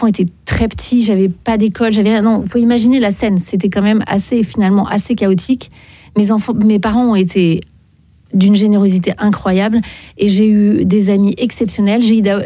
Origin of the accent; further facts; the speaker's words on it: Paris, Île-de-France, France; Moi je suis parisienne, on râle beaucoup, les gens sont pas sympas parfois dans le métro, parfois.